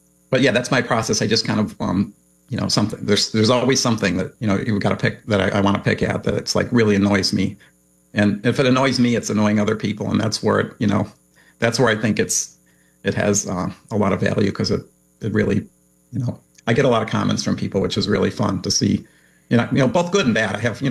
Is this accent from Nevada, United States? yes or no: no; New York, United States; The Buffalo region. So I grew up there, and that's those are my roots.